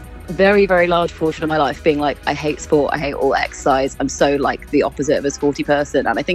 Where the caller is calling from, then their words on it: London, United Kingdom; I'm in Bow in East London.